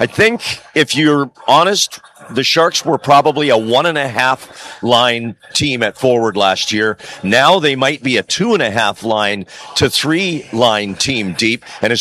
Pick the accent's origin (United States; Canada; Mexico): Canada; A personal holiday as a Canadian yesterday for me